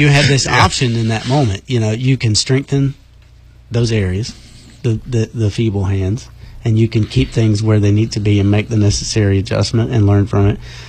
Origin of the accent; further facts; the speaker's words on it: Georgia, United States; We were raised in South Georgia, so you got gumbo swamps and alligators and snakes and all that stuff on, down there on the Ottumwa River.